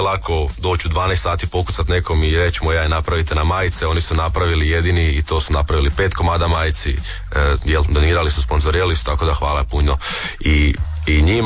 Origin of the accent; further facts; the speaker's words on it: Josipovac, Osijek-Baranja County, Croatia; Čim izađem iz svoje kuće, ja sam inače iz Josipovca, trčim malo u početak Retvale